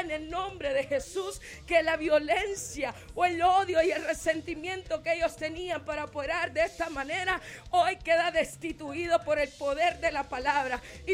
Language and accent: Spanish; Honduras